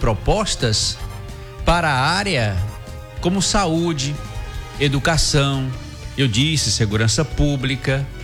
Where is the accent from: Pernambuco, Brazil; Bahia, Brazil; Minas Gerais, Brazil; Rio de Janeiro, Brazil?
Bahia, Brazil; bestas somos nós do interior da Bahia